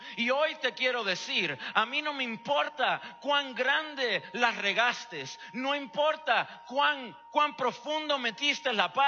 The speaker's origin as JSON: {"language": "Spanish", "country": "Cuba", "tie": "born or raised there", "said": "Recuerdo cuando era niño y estaba creciendo en Cuba"}